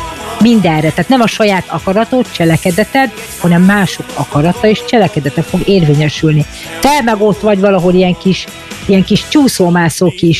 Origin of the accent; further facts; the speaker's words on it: Budapest, Hungary; born there; Hát én a Baba utcában születtem Pester Zsébeten, onnan jöttem.